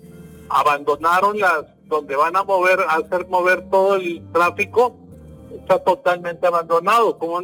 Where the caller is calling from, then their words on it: Tapachula, Chiapas, Mexico; De acá de Tapachula